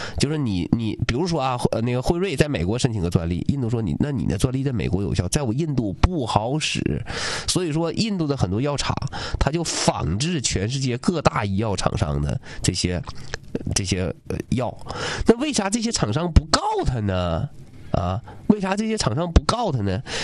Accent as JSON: {"language": "Chinese", "town": "Liaoyuan", "region": "Jilin", "country": "China", "said": "比如说我辽源人，我以后改网名啊， … ，为了纪念我的老家啊"}